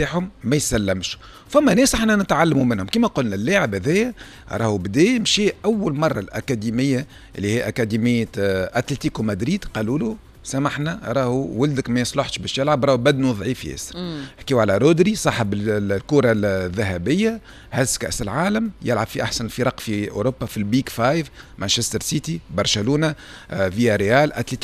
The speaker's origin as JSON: {"language": "Arabic", "country": "Tunisia", "said": "في بلادنا في تونس"}